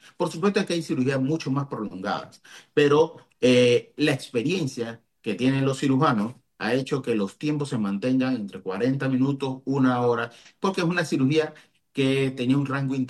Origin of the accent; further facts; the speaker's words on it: Panama; tenemos que sentirnos orgullosos todos como panameños